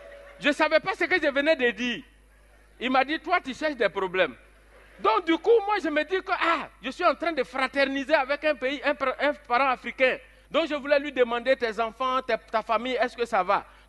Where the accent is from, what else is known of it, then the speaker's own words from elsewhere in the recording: Côte d’Ivoire; nous, les Ivoiriens, on est expérimentés, on est trop smart.